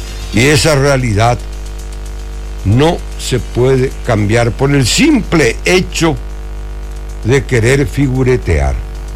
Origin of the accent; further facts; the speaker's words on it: Luque, Central, Paraguay; más allá de la posición que tenemos como paraguayos, en nuestro caso como luqueños, ¿verdad?